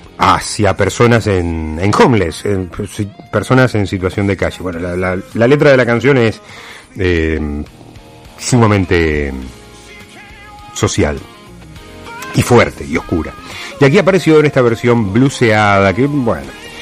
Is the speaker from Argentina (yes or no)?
yes; Argentina; ante todo somos argentinos